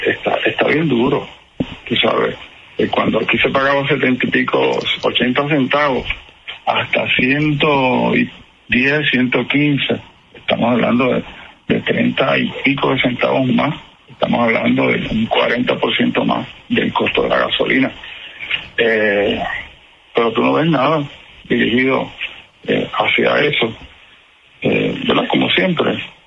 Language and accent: Spanish; Puerto Rico